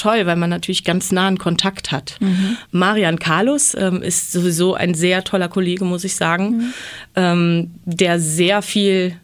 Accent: West Germany, Germany; born there; moved away as an adult; now in Thuringia, Germany; Ich bin eben total im Westen geboren, 1987, also kurz vor der Wende.

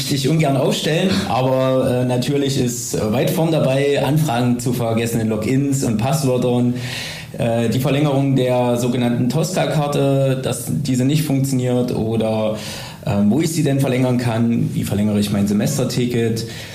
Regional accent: Weimar, Thuringia, Germany

